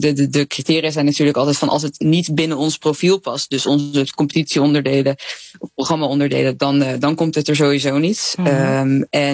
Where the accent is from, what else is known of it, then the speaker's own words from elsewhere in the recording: Netherlands; Dat water, het spreekt natuurlijk zo erg aan op iets wat je denk ik als Nederlander ergens in je onderbuik wel heel erg voelt.